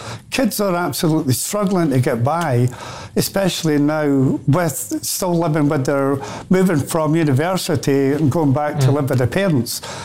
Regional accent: Scotland, United Kingdom; growing up in Scotland, nearly everybody in Scotland had Saturday jobs.

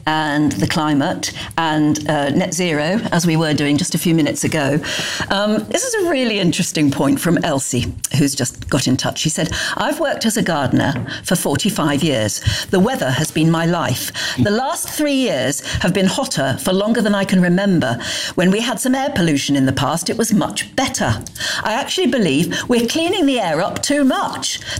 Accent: West Midlands, United Kingdom; I was brought up in Worcestershire, very near Evesham, which is Evesham Vale, which is apple-growing country

